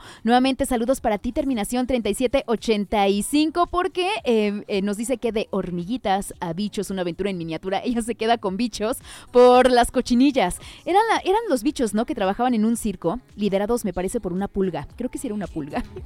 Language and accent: Spanish; Puebla, Mexico; siendo poblana, más poblana que el chile en nogada.